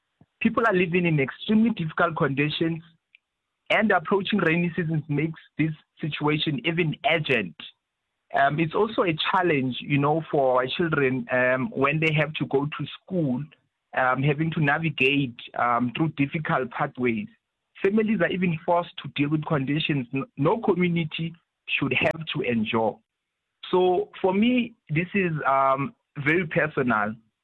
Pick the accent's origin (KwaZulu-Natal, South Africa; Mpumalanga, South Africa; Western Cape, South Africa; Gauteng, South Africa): Mpumalanga, South Africa; I come from Zenzele